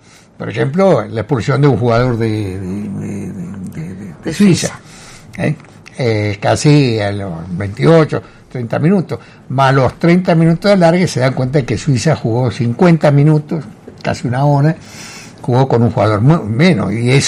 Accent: Argentina; los argentinos acompañamos a esta selección

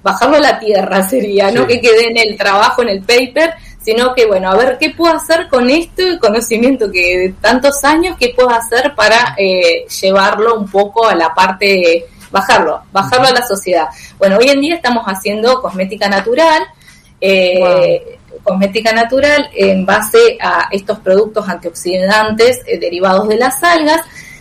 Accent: Argentina; esa resiliencia que tenemos como argentinos

